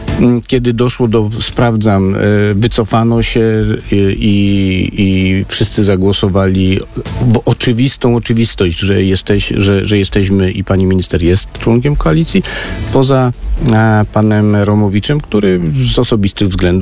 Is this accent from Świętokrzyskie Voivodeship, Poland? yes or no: yes; Świętokrzyskie Voivodeship, Poland; Ja jestem ze Świętokrzyskiego